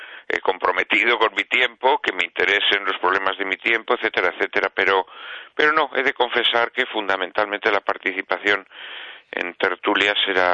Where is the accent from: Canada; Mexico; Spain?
Spain; Zamora, Castile and León; also born or lived in Basque Country; los dos somos de Zamora. Ella nacida allí, yo no nací allí porque mis padres emigraron al País Vasco, pero bueno, me he criado en Zamora, ¿no? O sea que a casi todos los efectos, menos a los efectos del dato que consta en el DNI, pues soy zamorano, soy zamorano de crianza